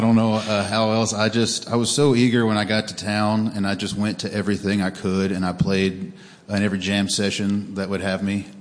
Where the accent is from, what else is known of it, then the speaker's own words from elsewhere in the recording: Kentucky, United States; And I guess it's because he knew I was from East Kentucky.